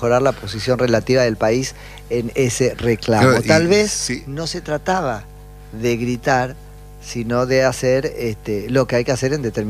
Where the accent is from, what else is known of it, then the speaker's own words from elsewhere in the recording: Argentina; Por supuesto, y que está bueno que como argentinos sepamos que cada cual con su caja de herramientas